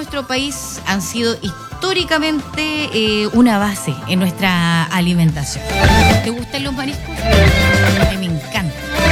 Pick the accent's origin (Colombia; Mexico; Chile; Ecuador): Chile; por el protagonista que somos nosotros, los chilenos, con esta cantidad de mar